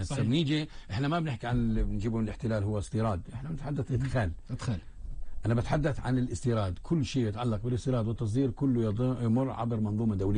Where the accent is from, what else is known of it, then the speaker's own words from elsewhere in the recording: Palestine; إحنا كفلسطينيين